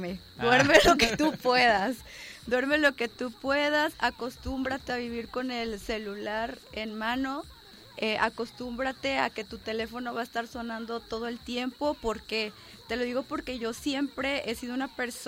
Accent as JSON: {"language": "Spanish", "region": "Colima", "country": "Mexico", "also_born_or_lived": "Ensenada, Baja California", "moved": "yes", "said": "yo soy de Colima"}